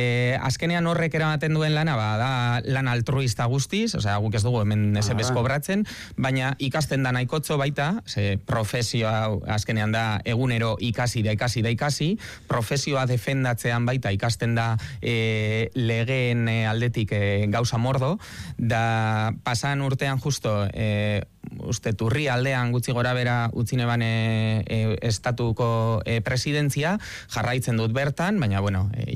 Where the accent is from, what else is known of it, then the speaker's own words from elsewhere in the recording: Amurrio, Basque Country, Spain; also born or lived in Bilbao; Bilbon jaioa, bai, baina, bueno, Amurrioarra